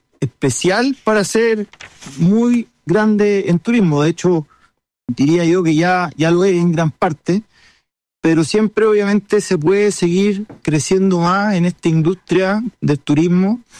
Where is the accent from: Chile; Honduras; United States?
Chile